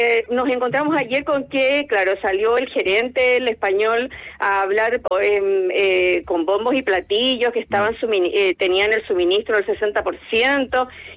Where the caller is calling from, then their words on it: Coquimbo, Chile; yo vivo en un sector de Peñuelas aquí en la ciudad de Coquimbo.